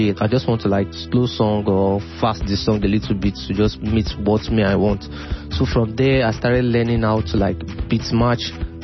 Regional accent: Orile Igomu, Lagos, Nigeria; born there; I was born in Orile Igomu, Lagos, Nigeria.

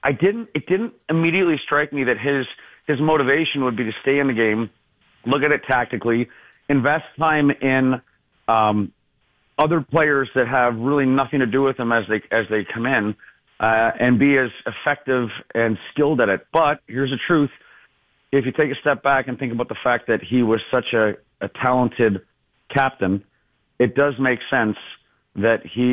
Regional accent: Manor Park, Ontario, Canada; I didn't grow up bougie. I grew up in Manor Park. I grew up in Manor Park.

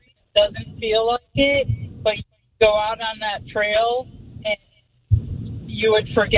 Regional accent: Park Forest, Illinois, United States; I grew up in Park Forest.

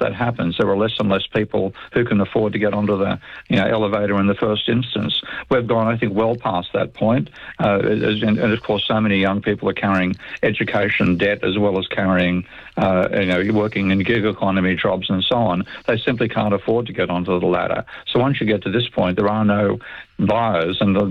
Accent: Australia; growing up as an Aussie and, you know, potentially facing conscription to fight in Vietnam

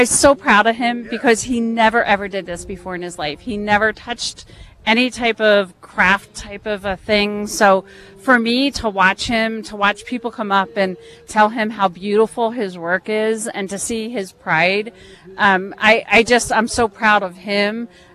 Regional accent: Preston, Connecticut, United States; We are from Preston, Connecticut.

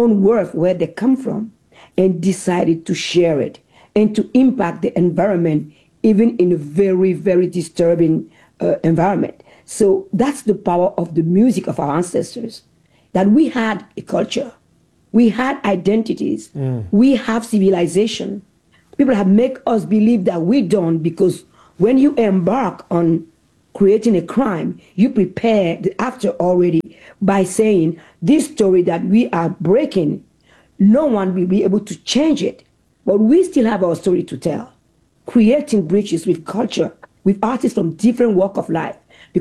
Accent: Benin; because I'm still that curious little girl growing up in Benin, asking relentlessly questions.

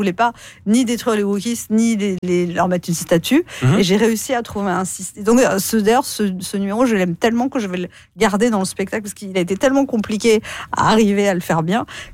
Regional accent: France; les gens qui viennent, ils savent que je suis française.

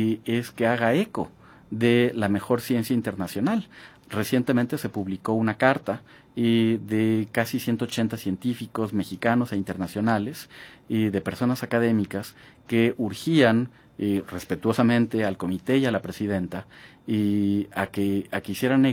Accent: Mexico; Imaginemos que cada mexicano, de los más de 120 millones que somos, cada mexicano tuviera que poner una pipa y media de 10.000 litros cada

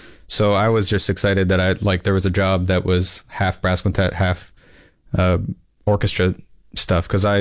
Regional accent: Texas, United States; I'm from Texas originally.

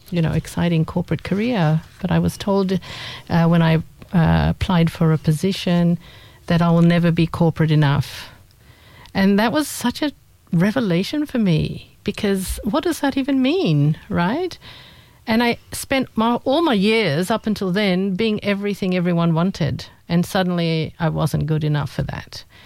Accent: Kenya; moved away as an adult; now in Australia; I was born in Kenya, of parents Indian Persian background, and grew up there in a fairly, you know, safe and comfortable place.

